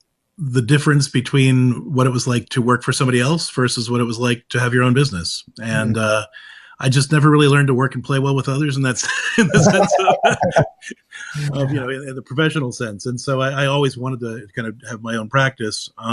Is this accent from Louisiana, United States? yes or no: no; Clareton, Pennsylvania, United States; I grew up in Clareton, Pennsylvania, which is the first place that The Deer Hunter was filmed.